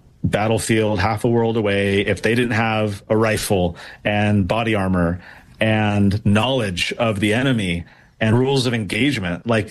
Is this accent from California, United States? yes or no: yes; Poway, California, United States; I grew up in Poway, which is in San Diego, and we were the Titans, the Poway Titans.